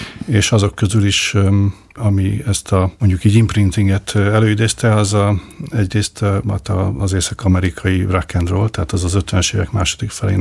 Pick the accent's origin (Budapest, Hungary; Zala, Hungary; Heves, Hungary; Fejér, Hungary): Budapest, Hungary; Budapesten születtem, itt is nőttem föl.